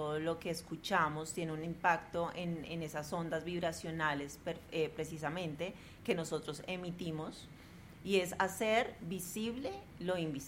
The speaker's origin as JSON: {"language": "Spanish", "country": "Colombia"}